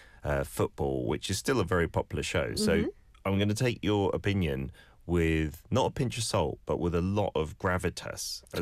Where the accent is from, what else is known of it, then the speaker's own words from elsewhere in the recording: England, United Kingdom; because I grew up in England, I've realised, I didn't know until it actually happened